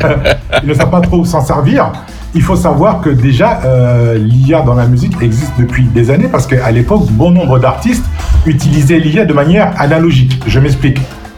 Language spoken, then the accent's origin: French; Guadeloupe; En tant que Guadeloupéen